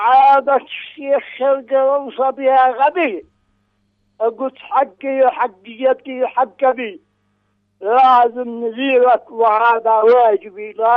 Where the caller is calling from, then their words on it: Sanaa, Amanat Al Asimah, Yemen; من صنعاء من حولنا.